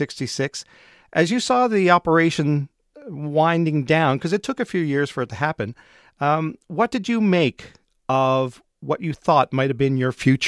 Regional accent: Bell Island, Newfoundland and Labrador, Canada; I grew up on Belle Island, I went to school with your daughter. We were both born after the mine had closed

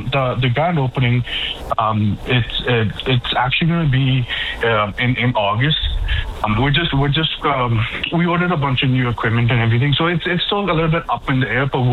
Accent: Edmonton, Alberta, Canada; moved away as an adult; also born or lived in Moncton; So in Edmonton, Alberta, I was born and brought up there. I was there until the age of 25.

